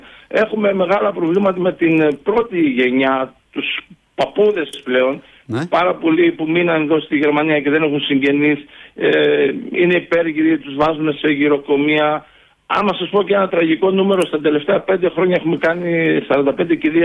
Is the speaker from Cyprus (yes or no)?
no; Greece; now in Berlin, Germany; Δείξαμε σαν Έλληνες ότι είμαστε εκεί